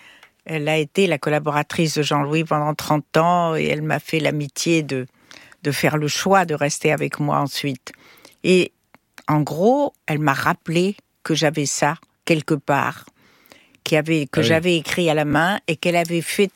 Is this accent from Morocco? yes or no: yes; Morocco; moved away; en tant que bonne Marocaine